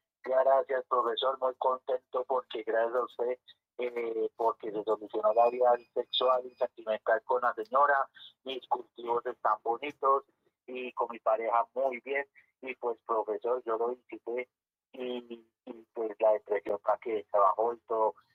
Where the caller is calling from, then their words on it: Cucaita, Boyacá, Colombia; Aquí en la vereda de Cucaita, Boyacá. Yo soy paciente suyo de Tunja.